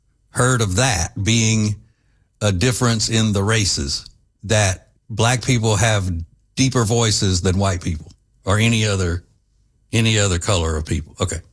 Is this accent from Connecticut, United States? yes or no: no; Louisiana, United States; the town I grew up in Louisiana was not diverse at all. It was 50% black, 50% white.